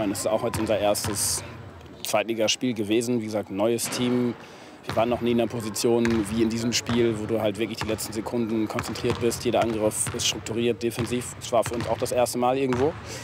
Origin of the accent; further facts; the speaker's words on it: Bremen, Germany; moved away as an adult; Das ist ja irgendwo auch mein Zuhause, habe in der Jugend hier schon gelebt